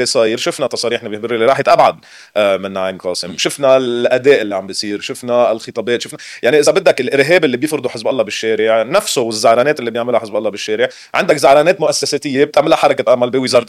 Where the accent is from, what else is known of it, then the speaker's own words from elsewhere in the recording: Lebanon; اذا ما سكروا لنا حساباتنا كلبنانيه برات لبنان.